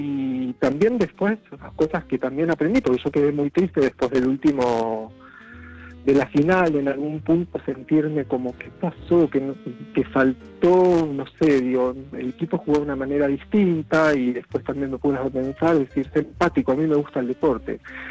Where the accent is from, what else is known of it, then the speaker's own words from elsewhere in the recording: Argentina; hasta incluso yo también soy argentino y tengo eso, lo que me resulta injusto, yo me rebelo también.